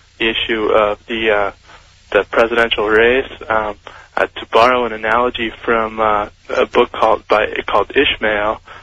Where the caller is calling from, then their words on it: Portland, United States; from Portland